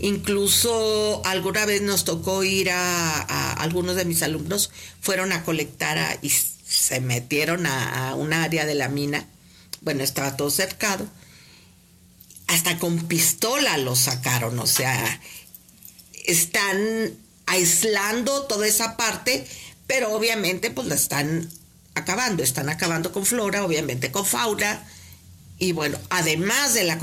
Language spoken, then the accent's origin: Spanish; Chihuahua, Mexico; born there; Bueno, yo lo amo, toda esa parte, porque yo soy del norte, yo nací en Chihuahua.